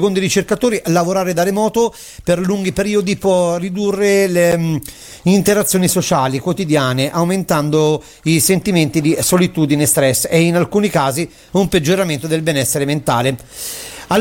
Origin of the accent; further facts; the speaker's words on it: Campania, Italy; mi permette tranquillamente di essere qua al mio paese. Un saluto dalla Campania.